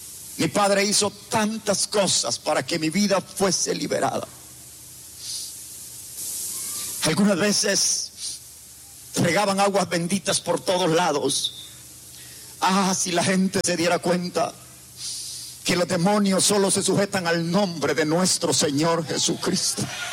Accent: Ciudad Barrios, San Miguel, El Salvador; born there; Nací en Ciudad Barrios, en San Miguel, El Salvador. Dios me dio el privilegio de nacer en una hermosa familia.

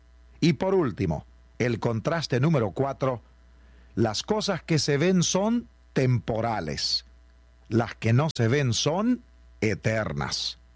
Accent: Argentina; cuando yo era niño en la República Argentina

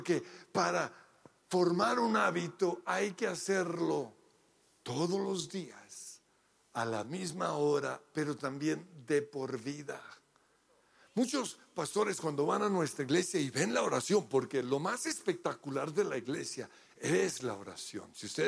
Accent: Australia; accent: Colombian; also born or lived in Colombia; yo soy australiano, ¿no? Yo hablo como colombiano, pero soy australiano, de esos blancos horribles, sí, ese soy yo.

